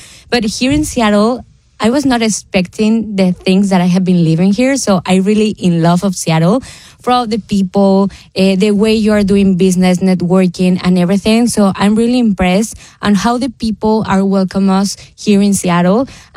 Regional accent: Mexico; from Mexico, and I'm an entrepreneur in circular economy

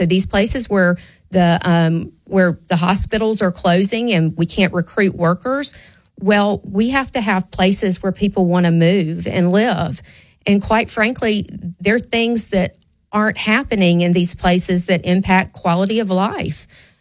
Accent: Savannah, Georgia, United States; now in North Alabama, United States; I didn't grow up in the Bible Belt. I grew up in Savannah, Georgia, and I became a Christian in the seventh grade at Savannah Christian.

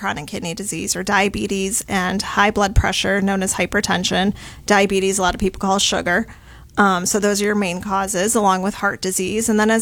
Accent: Detroit, Michigan, United States; moved away; I'm originally from Detroit.

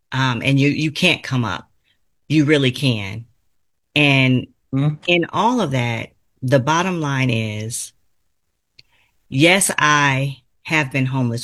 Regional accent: Los Angeles, California, United States; I come from Los Angeles, California.

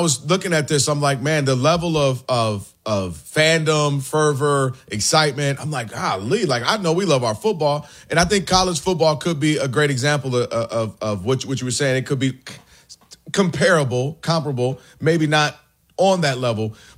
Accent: Ann Arbor, Michigan, United States; What I mean is, so I'm from Ann Arbor, outside of Detroit.

